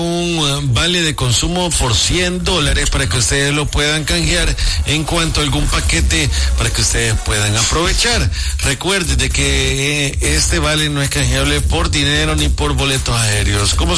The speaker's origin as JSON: {"language": "Spanish", "country": "El Salvador", "said": "esa percepción tenemos como salvadoreños"}